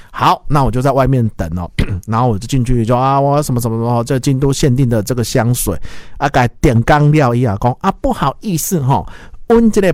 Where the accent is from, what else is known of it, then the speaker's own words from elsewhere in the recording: Taiwan; 我们台湾人很需要说哦，台湾被世界看见嘛。